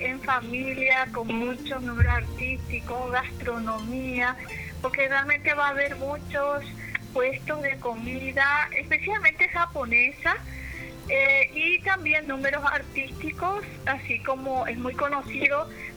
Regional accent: Paraguay; born there; nos sentimos paraguayos por haber nacido aquí, ¿verdad? Aunque de sangre somos de ascendencia japonesa.

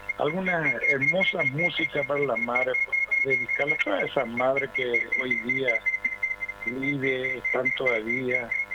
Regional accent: San Estanislao, San Pedro, Paraguay; also born or lived in Asunción; now in San Lorenzo, Paraguay; yo soy de oriundo de la ciudad de San Estanislao.

